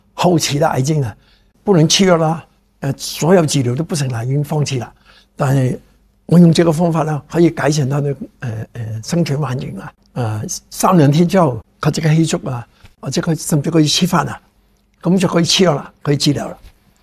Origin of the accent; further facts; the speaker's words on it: Hong Kong; 各位观众你好，